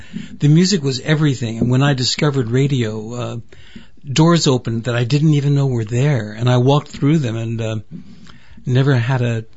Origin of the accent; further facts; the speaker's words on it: New York, United States; I grew up midtown. I grew up right near Bloomingdale's.